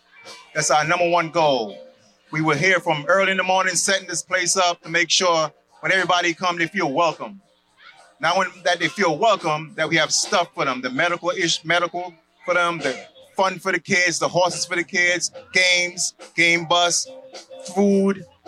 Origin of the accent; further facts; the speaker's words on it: New York City, New York, United States; moved away; I'm from up north.